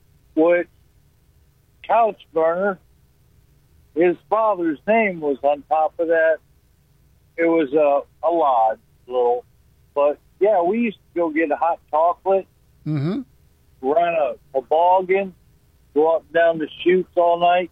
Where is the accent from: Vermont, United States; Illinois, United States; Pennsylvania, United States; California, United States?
Vermont, United States; Stowe; Oh, it is just... It just blew up. You know, there was an old high school that was an old bomb shelter for those days. But it just grew.